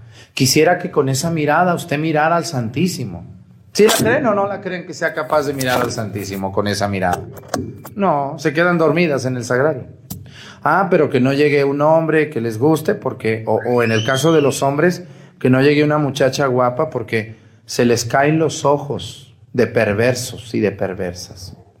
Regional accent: Jalisco, Mexico; moved away; Allá en mi tierra, Jalisco, se come el pozole rojo y se come en la noche.

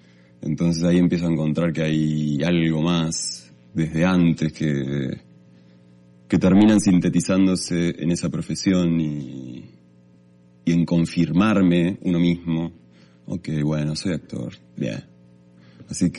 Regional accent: Uruguay; moved away; Yo vengo de Uruguay, del otro lado del mundo. Y soy actor

